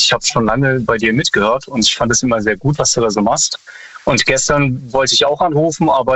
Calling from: Freiburg, Baden-Württemberg, Germany; Hallo, ich bin aus Freiburg.

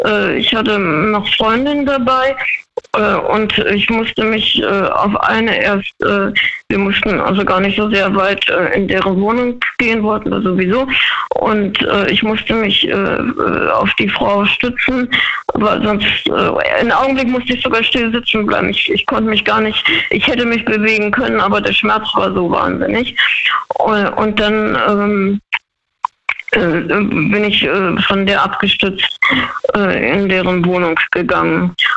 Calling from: Freiburg, Baden-Württemberg, Germany; Freiburg, kurz gesagt.

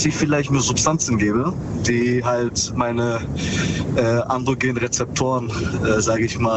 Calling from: Ravensburg, Baden-Württemberg, Germany; Aus Ravensburg.

